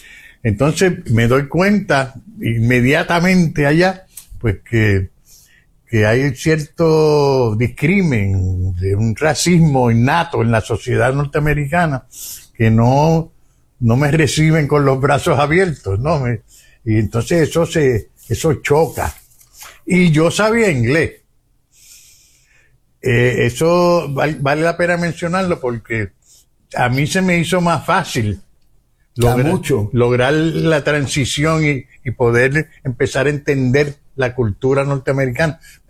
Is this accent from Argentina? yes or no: no; Puerto Rico; moved away; also born or lived in United States; yo me crié en Puerto Rico, fui para allá joven y tengo esta experiencia